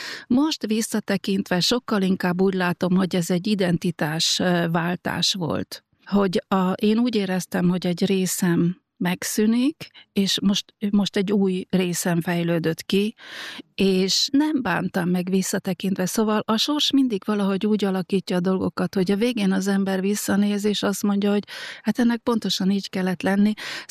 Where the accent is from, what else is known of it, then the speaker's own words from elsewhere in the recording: Slovakia; now in Austria; hát ott is én kétnyelvűként nőttem fel Felvidéken, hát anyanyelvi szinten beszéltük a szlovákot, annak ellenére, hogy magyar iskolába jártam.